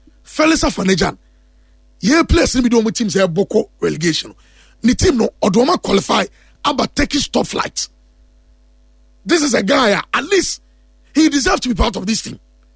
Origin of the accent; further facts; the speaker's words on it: Ghana; As a Ghanaian